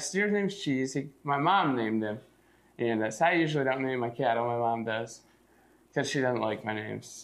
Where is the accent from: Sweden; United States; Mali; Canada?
United States; Tipton, Iowa; I'm from Tifton, Iowa. It's probably 35 minutes east of Cedar Rapids.